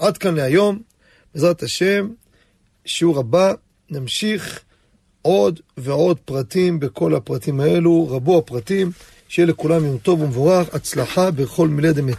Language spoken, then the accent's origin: Hebrew; Jerusalem, Jerusalem District, Israel; born there; כשהייתי נער, בירושלים, כן, כמובן, בשכונת קטמונים